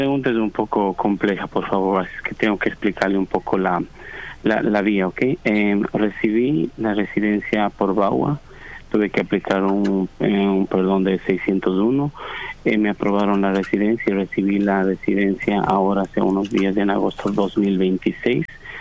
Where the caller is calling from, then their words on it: New York, United States; En Nueva York.